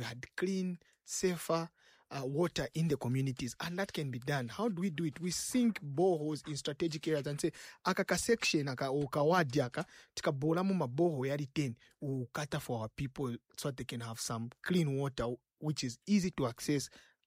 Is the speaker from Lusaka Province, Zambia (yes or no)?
yes; Lusaka, Lusaka Province, Zambia; When I was growing up in Matero